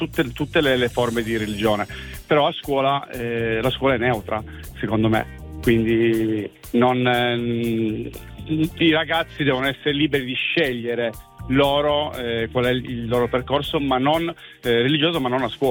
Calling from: Turin, Piedmont, Italy; Da Torino, in questo momento sto guidando.

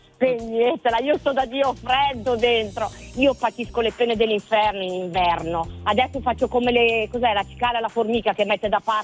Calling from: Ticino, Switzerland; E chiamo dalla Svizzera io, vicino Lugano.

